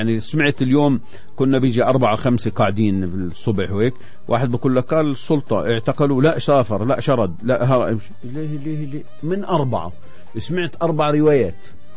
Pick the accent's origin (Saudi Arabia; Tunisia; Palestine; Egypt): Palestine; وعندنا في فلسطين